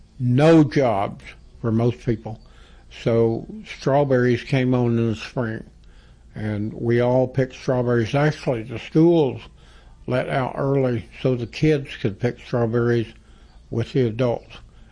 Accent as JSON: {"language": "English", "region": "Oklahoma", "country": "United States", "tie": "born or raised there", "also_born_or_lived": "Amarillo, Texas", "said": "Growing up in Oklahoma. Actually, I was born in Amarillo, Texas"}